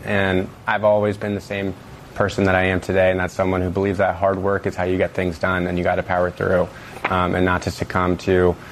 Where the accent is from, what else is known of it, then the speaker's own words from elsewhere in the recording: New York, United States; my hometown, the place I love the most